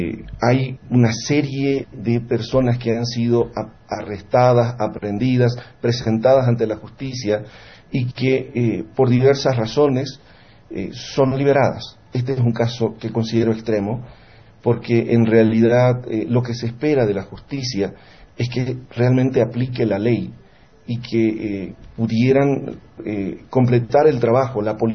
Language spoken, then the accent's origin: Spanish; Bolivia; nosotros como bolivianos